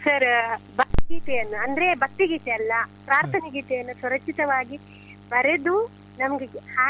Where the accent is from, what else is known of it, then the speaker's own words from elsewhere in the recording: Udupi, Karnataka, India; also born or lived in Karkala; ನಾನು ಉಡುಪಿಯಲ್ಲಿ ಓದಿದ್ದು ಸರ್, ಸೈಂಟ್ ಮೇರಿಸ್ ಅಲ್ಲಿ. ಹಾಗೆ ನಾನು ನನ್ನ ಮನೆ ಉಡುಪಿ ಸರ್, ನನ್ನ ಗಂಡನ ಮನೆ ಕಾರ್ಕಳ.